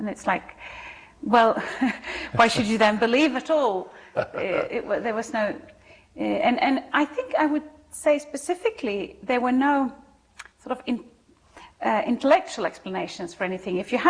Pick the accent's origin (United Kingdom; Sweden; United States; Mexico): Sweden; I was born and raised in Sweden by a Swedish mother and a Croatian father.